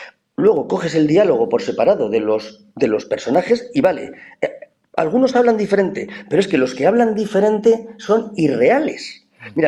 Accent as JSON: {"language": "Spanish", "town": "Bilbao", "region": "Basque Country", "country": "Spain", "said": "Como buen bilbaíno del Atlético de Bilbao."}